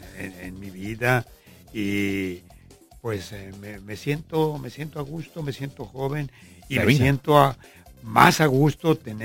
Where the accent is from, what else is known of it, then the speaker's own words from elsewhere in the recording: Puerto Vallarta, Jalisco, Mexico; moved away; yo empecé a cantar allá en mi tierra, en Vallarta.